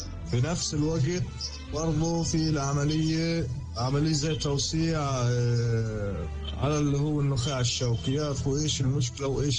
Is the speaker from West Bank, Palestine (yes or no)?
no; Gaza Strip, Palestine; moved away as an adult; now in Egypt; أنا عانيت يعني فترة طويلة لما أنا طلعت من غزة كمان